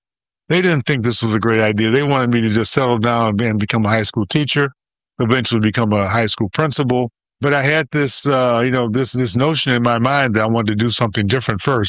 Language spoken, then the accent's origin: English; Chicago, Illinois, United States; also born or lived in Dominican Republic; And so that was a revelation to people I grew up with in Chicago and my family.